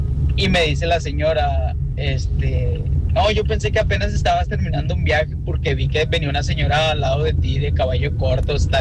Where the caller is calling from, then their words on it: Apodaca, Nuevo León, Mexico; yo vivo en Apodaca